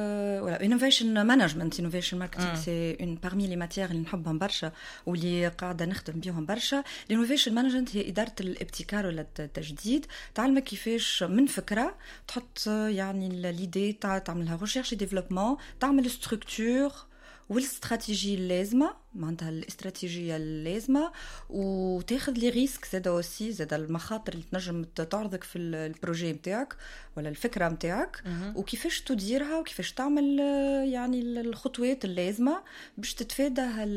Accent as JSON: {"language": "Arabic", "town": "Monastir", "region": "Monastir Governorate", "country": "Tunisia", "tie": "born or raised there", "said": "انا بنت المستير تربيت في المستير"}